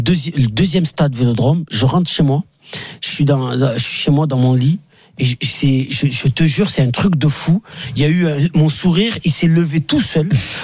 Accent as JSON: {"language": "French", "town": "Marseille", "region": "Provence-Alpes-Côte d'Azur", "country": "France", "said": "Moi, je suis un Marseillais."}